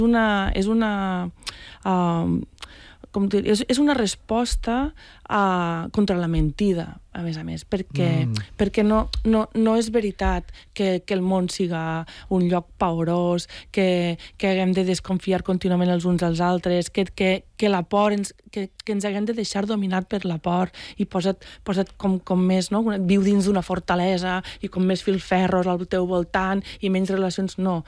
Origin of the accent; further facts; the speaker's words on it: Valencian Community, Spain; jo vinc del País Valencià fa any i mig.